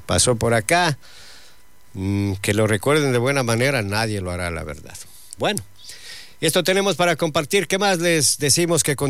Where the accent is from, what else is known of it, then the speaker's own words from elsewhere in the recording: Ecuador; las aspiraciones que tenemos como ecuatorianos